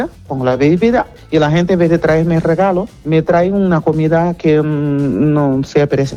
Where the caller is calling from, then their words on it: Palma, Balearic Islands, Spain; vivo en Palma de Mallorca